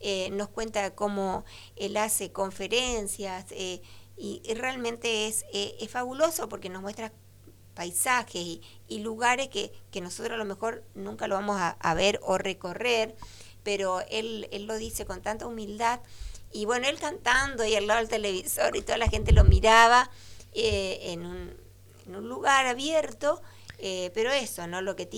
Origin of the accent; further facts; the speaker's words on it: Argentina; Somos argentinos aquí